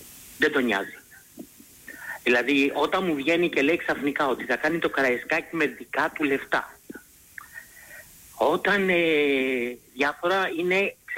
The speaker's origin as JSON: {"language": "Greek", "town": "Voula", "region": "Attica", "country": "Greece", "said": "από τη Βούλα."}